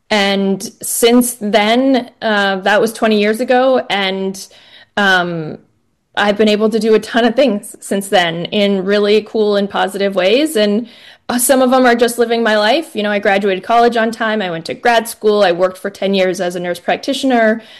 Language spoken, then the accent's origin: English; Vermont, United States; Yeah, so I grew up in Vermont.